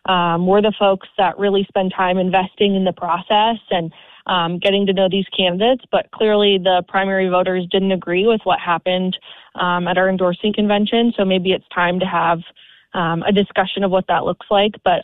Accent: Minnesota, United States; I'm a Minnesotan.

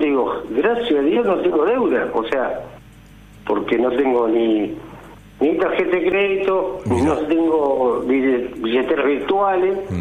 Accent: Moreno, Buenos Aires Province, Argentina; Yo soy de Moreno.

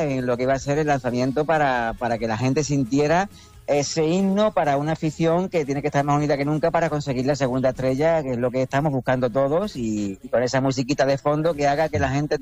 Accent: Huelva, Andalusia, Spain; estaba en mi tierra, en Huelva

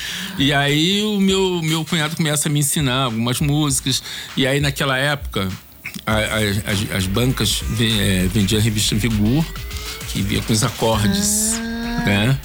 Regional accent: Belford Roxo, Rio de Janeiro, Brazil; born there; also born or lived in Lins, Rio de Janeiro; E eu com 4 anos de idade saí do morro, nasci no Lins, Barro Preto, Cabo Sul, complexo do Lins. E aí com 4 anos de idade eles se separam, aí eu vou pra Belfort Roxo, pra Baixada com a minha mãe, né?

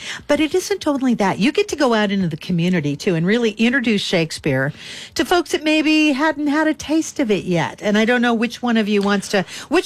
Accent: Oregon, United States; And I mean, I come from Oregon, so...

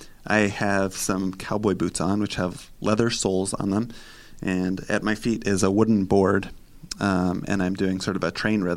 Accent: Montana, United States; now in Pittsburgh, United States; So I'm from Montana, and Johanna is from Maine.

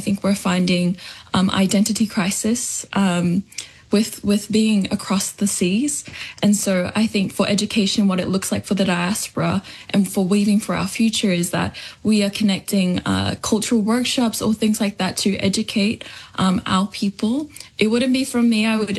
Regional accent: Samoa; o lo ingo o … I hail from the villages of Mulifanoa, Vainganga, and Vaiusu.

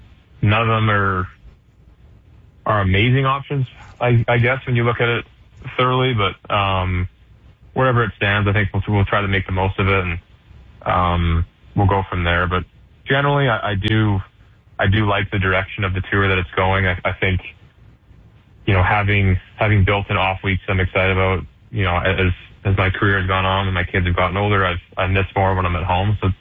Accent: Canada; obviously being Canadian

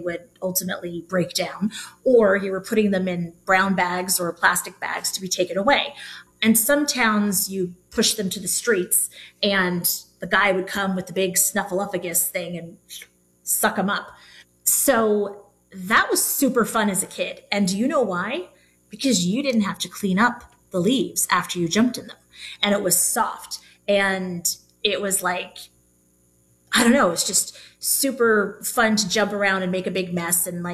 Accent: East Coast, United States; So first of all, I grew up on the East Coast where we had the piles of snow, deciduous trees like you read about.

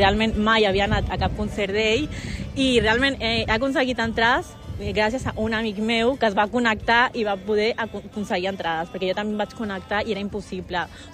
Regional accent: Barcelona, Catalonia, Spain; also born or lived in Colombia; Bueno, jo sóc de Colòmbia, però he viscut tota la meva vida a Barcelona

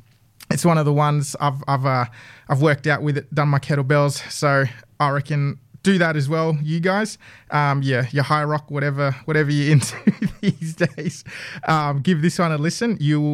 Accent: England, United Kingdom; now in Adelaide, Australia; if you can't understand my French because I read it as an English person.

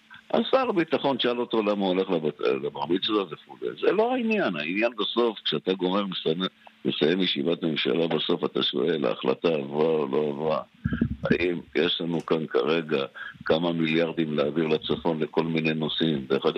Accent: Jerusalem, Jerusalem District, Israel; אני ירושלמי

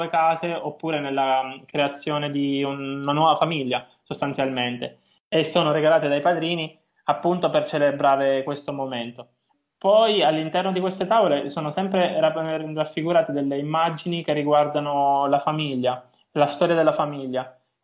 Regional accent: Abruzzo, Italy; io vengo dall'Abruzzo, sono abruzzese

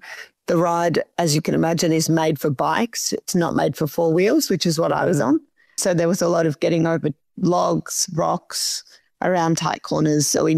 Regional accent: Victoria, Australia; We're from Victoria

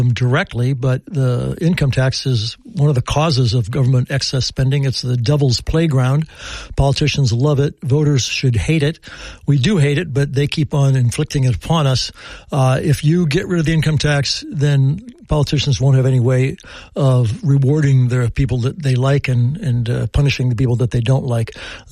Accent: Maquoketa, Iowa, United States; also born or lived in Postville, Iowa; now in Cedar Rapids, United States; I love Northeast Iowa. This is where I'm from. I was born in Postville, raised in Maquoketa, live in Cedar Rapids.

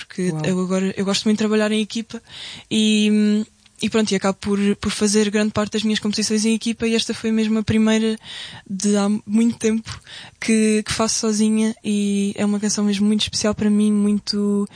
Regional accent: Gouveia, Centro, Portugal; em Ceia, que é ao pé da minha terra.

